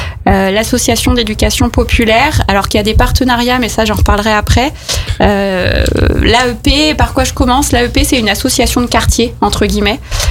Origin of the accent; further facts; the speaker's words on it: Chambéry, Auvergne-Rhône-Alpes, France; also born or lived in Annecy / Aix-les-Bains; Je suis une Savoyarde. Je suis née à Chambéry, j'ai fait mes études à Chambéry. J'ai travaillé toute ma vie à Chambéry quasiment. Je me suis un petit peu expatriée jusqu'à Annecy parfois. J'ai vécu un petit peu à Aix-les-Bains